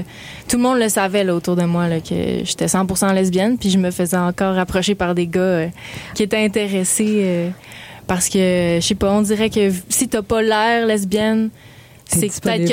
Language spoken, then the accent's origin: French; Quebec, Canada; Moi, je viens pas de la ville, là. Je viens de la banlieue de Montréal. Fait que j'ai grandi quand même dans un environnement très... je pense que je pourrais dire qu'il est très... tolérant à tout ça.